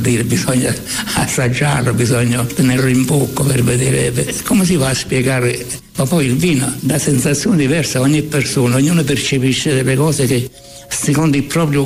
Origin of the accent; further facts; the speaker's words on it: Taurasi, Campania, Italy; Taurasi è tutto, è la mia vita. Io sono nato qua a Taurasi. Io sono vissuto qua, sono stato qua, ho fatto tante per Taurasi